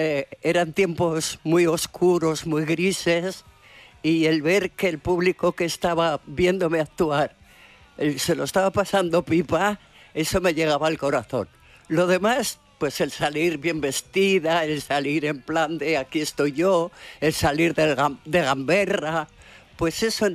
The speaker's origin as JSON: {"language": "Spanish", "town": "Zaragoza", "region": "Aragon", "country": "Spain", "moved": "yes", "lives_now": "Barcelona, Spain", "said": "soy de Zaragoza"}